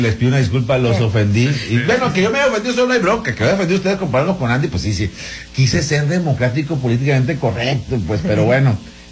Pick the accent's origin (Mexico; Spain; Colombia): Mexico; no creo que nos vaya la vida en esto como mexicanos, ni sea una posición prudente del gobierno mexicano